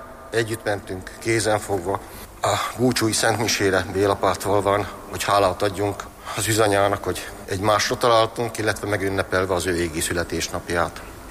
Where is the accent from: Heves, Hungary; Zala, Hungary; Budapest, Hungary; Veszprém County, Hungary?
Heves, Hungary; Egerbakta; also born or lived in Eger; Egerbaktáról jöttem. Ott végeztem az általános iskolát, majd itt Egerben a Gárdonyi Géza gimnáziumban érettségiztem.